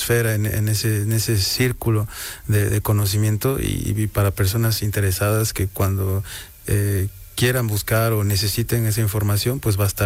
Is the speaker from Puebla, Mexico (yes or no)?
yes; Izúcar de Matamoros, Puebla, Mexico; moved away; no vi cómo se transformó Izúcar. Tengo 40, 50 años fuera de mi terruño, ¿no?